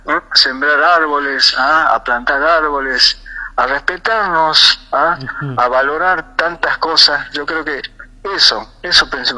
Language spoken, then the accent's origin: Spanish; San Pedro de Jujuy, Jujuy, Argentina; moved away; Soy jujeño.